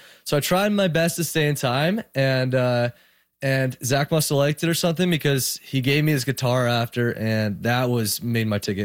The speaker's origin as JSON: {"language": "English", "town": "Toronto", "region": "Ontario", "country": "Canada", "said": "heading towards the Niagara area where I'm from Toronto."}